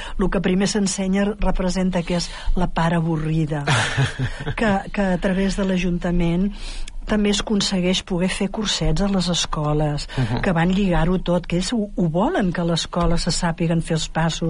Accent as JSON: {"language": "Catalan", "town": "La Gornal", "region": "Catalonia", "country": "Spain", "moved": "as an adult", "lives_now": "El Vendrell, Spain", "said": "jo soc de la Gornal"}